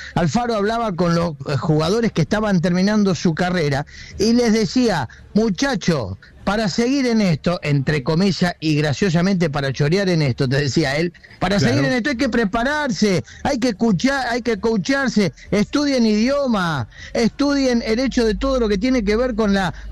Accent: Argentina; Todos, vos, yo, todos somos amantes del fútbol, somos argentinos.

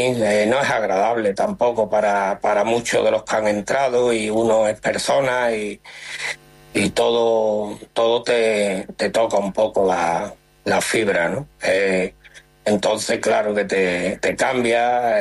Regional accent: Gerena, Andalusia, Spain; soy de Gerena. Me considero muy de Gerena y de sevillano.

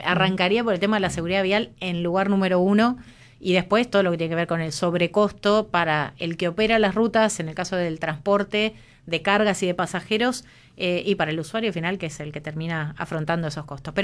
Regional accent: Entre Ríos, Argentina; moved away; el regreso de mi tierra. Cada vez que volvés de Entre Ríos

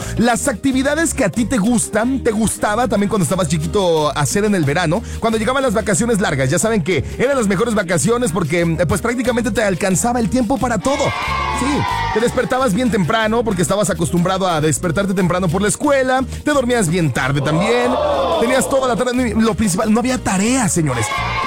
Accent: Mexico; Así es, mexicanos, también somos medio colombianos y hoy también sentimos la euforia por ustedes.

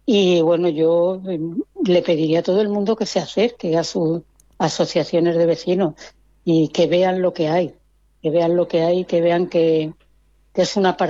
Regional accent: Elda, Valencian Community, Spain; el pueblo de Elda, que yo creo que es uno de los mejores pueblos que tenemos. No sé, quizá me llama el ser de aquí y el vivir con intensidad todo lo que es de mi pueblo.

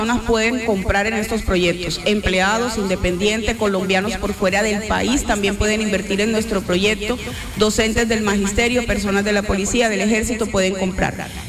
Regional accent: Barranquilla, Atlántico, Colombia; Soy de Barranquilla.

